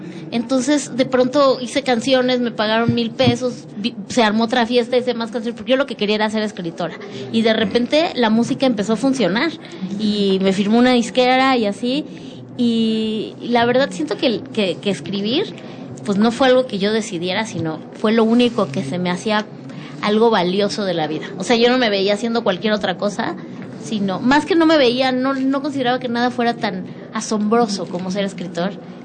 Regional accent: Tampico, Tamaulipas, Mexico; Somos de Tampico. Mi mamá fue de Tampico, mi papá de Tampico y yo de Tampico

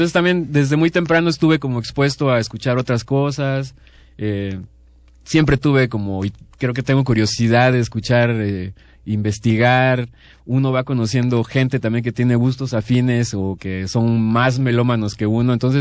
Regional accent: Chiapa de Corzo, Chiapas, Mexico; Yo soy originario de Chiapas, de Chiapa de Corzo, crecí allá donde la marimba, el folclore es parte de la sociedad.

